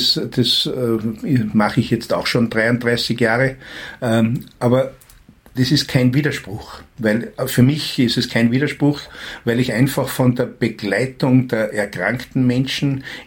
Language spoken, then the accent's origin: German; Schwarzach im Pongau, Salzburg, Austria; Ich bin sozusagen im Krankenhaus aufgewachsen. Meine Eltern, mein Vater war im Krankenhaus Schwarzach, jetzt Kardinal Schwarzenberg Klinikum, Bäcker und Betriebsrat. Und meine Mutter war dort Hausmeisterin.